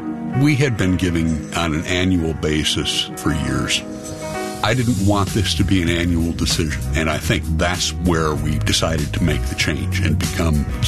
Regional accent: Brookfield, Wisconsin, United States; from Brookfield, Wisconsin.

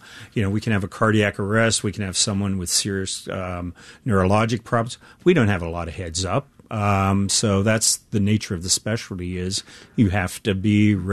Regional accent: Steubenville, Ohio, United States; where I grew up in Steubenville, Ohio

